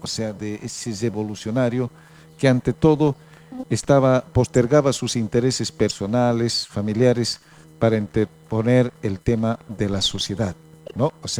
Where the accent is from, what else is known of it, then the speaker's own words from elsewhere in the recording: Bolivia; ¿y de dónde eres? Me dice, ¿no? De Bolivia.